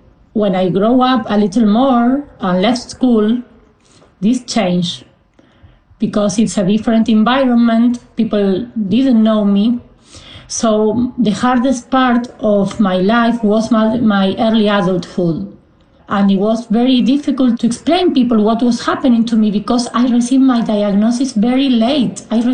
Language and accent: English; Argentina; because I grew up in Argentina.